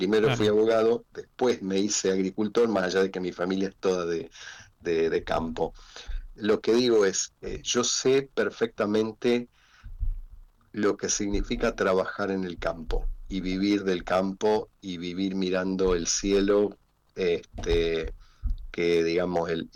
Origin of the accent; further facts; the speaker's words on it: Pergamino, Buenos Aires Province, Argentina; Yo soy de Pergamino.